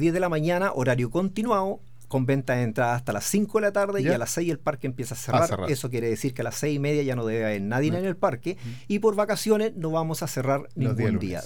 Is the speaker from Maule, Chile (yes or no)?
yes; Linares, Maule, Chile; sentirnos orgullosos de ser de Linares.